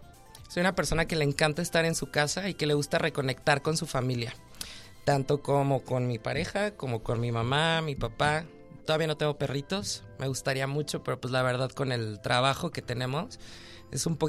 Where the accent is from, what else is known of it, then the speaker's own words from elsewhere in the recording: Guadalajara, Jalisco, Mexico; moved away as an adult; now in Tijuana, Mexico; Soy originario de Guadalajara, soy 100% tapatío, pero pues creo que ya tengo la residencia permanente en Tijuana, ya 6 años aquí viviendo.